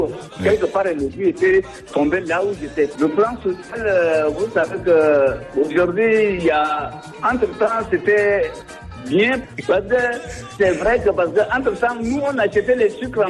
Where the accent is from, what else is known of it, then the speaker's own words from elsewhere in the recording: Chad; Donc, il faudrait qu'ils comprennent que nous sommes tous des Tchadiens.